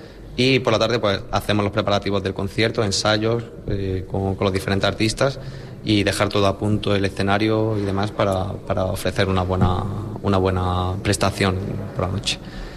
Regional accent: Bailén, Andalusia, Spain; es típico de mi pueblo, de Bailén. Yo soy de Bailén.

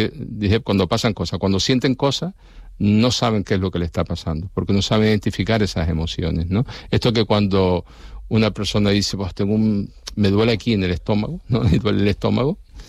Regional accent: Basque Country, Spain; Yo soy del barrio de Zárate, me crié allí.

